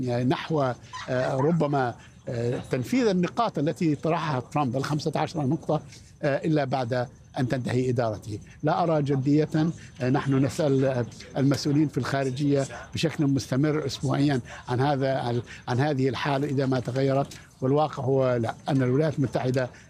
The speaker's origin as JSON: {"language": "Arabic", "town": "Abu Dis", "region": "Jerusalem", "country": "Palestine", "moved": "yes", "lives_now": "New York, United States", "said": "أنا من قريتي في أوبديس"}